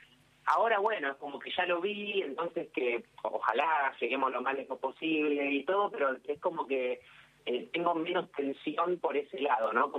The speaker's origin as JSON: {"language": "Spanish", "country": "Argentina", "said": "y como argentino, viste, pero más quiero Argentina"}